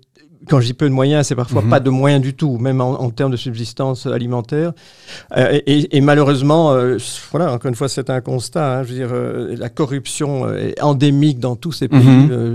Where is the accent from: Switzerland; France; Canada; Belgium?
Belgium